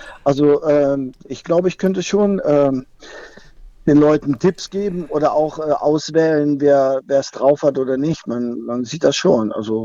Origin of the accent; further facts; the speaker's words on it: Hamburg, Germany; Als Hamburger ja, kennt man das nicht.